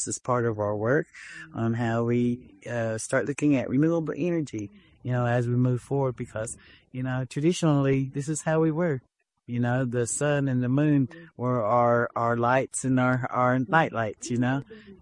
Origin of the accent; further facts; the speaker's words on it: Cherokee, North Carolina, United States; I'm from the Eastern Band of Cherokee, from Cherokee, North Carolina. We're one of the three sister tribes, which we are in our traditional homeland of our people, Anigadua.